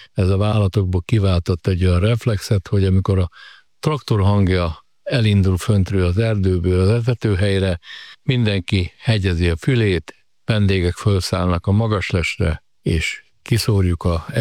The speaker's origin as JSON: {"language": "Hungarian", "town": "Zagyvaróna", "region": "Nógrád", "country": "Hungary", "tie": "born or raised there", "said": "Egy szerencsém volt, én Zagyvaron, a Rónabányán nőttem föl, az ottani erdők olyan nyomot hagytak bennem, hogy egy életre szólott."}